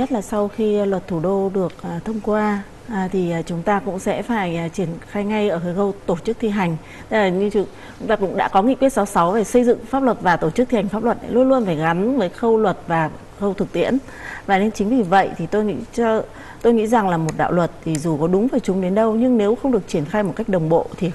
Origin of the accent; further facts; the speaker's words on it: Hanoi, Vietnam; Chúng tôi cũng là công dân là sống từ bé ở Hà Nội, lại còn ở phố cổ đấy.